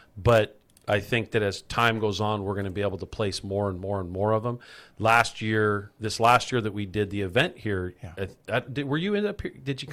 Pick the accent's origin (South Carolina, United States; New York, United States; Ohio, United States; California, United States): California, United States; Fontana; moved away; in Fontana, my hometown, where I originally came from.